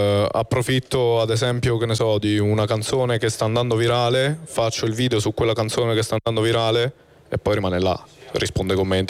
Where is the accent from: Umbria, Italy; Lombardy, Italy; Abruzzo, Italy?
Abruzzo, Italy; Giulianova; also born or lived in Tortoreto; Io sono nato a Giulianova, okay. E ho vissuto a Tortore Toledo, il paese a fianco